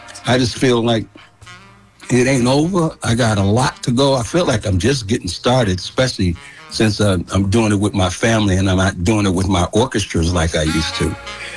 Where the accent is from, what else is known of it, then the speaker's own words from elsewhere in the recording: San Francisco, California, United States; also born or lived in New Orleans; I was part of the Panther Party growing up here in San Francisco when I came out here from New Orleans.